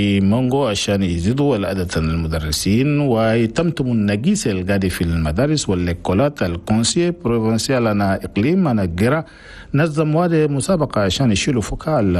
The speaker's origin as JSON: {"language": "Arabic", "country": "Chad", "said": "أنا بلدنا تشاد"}